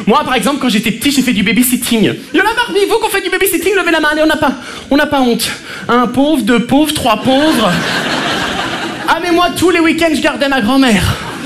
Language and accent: French; Hauts-de-France, France; Vous savez que chez moi dans le Nord c'est une tradition, hein?